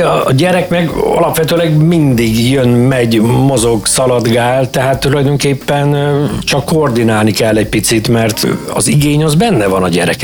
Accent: Békés, Hungary; moved away; Én nagyon szerencsés helyen nőttem föl, még ott Békés megyében.

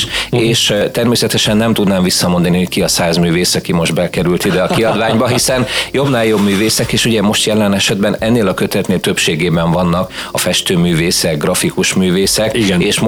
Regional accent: Tápiószele, Pest, Hungary; ott van Tápió Szele, mint szülővárosom

